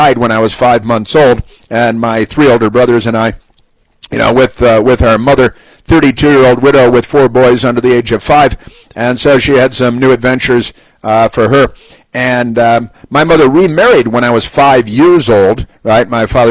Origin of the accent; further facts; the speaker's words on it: Bronxville, New York, United States; born there; I was born in New York and Bronxville, New York